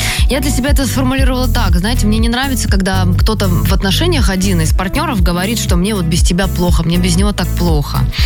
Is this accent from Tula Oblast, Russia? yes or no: no; Moscow, Russia; про меня говорили, что я москвичка с очень таким провинциальным запалом. Я из обычной семьи росла в Медведково.